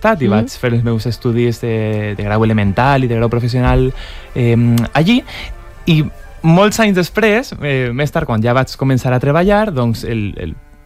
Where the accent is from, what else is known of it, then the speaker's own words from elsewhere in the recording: Valencian Community, Spain; Jo sóc del Buixec, d'ací del costat.